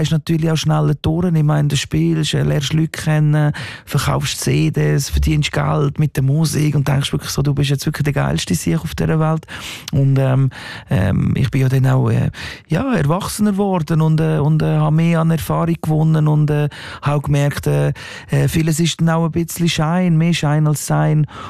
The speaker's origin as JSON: {"language": "German", "town": "Gelterkinden", "region": "Basel-Landschaft", "country": "Switzerland", "said": "Ich bin aus Geltenkind aus dem Baselland, habe dort eine Sekundarschule gemacht"}